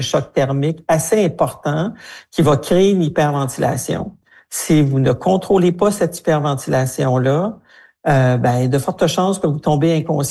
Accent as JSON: {"language": "French", "country": "Canada", "said": "chez nous au Canada"}